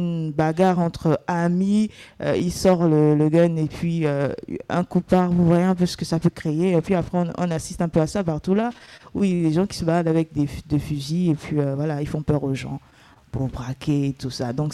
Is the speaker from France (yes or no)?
no; Gabon; chez nous au Gabon